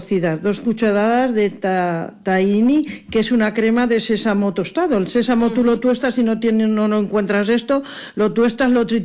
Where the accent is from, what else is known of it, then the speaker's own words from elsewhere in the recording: Spain; los españoles somos especiales